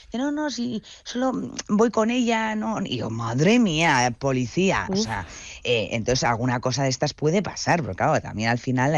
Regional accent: Getxo, Basque Country, Spain; Yo soy de Bilbao de Getxo y ahí es un pueblo y es verdad que también te coge más joven.

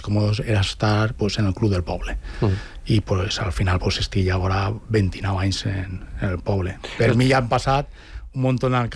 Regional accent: Alboraia, Valencian Community, Spain; born there; moved away as an adult; also born or lived in Tavernes de la Valldigna; now in Valencia, Spain; Soc nascut en Alboraia, casat i visc en València, perquè al final pues, la dona tira, i visc en València

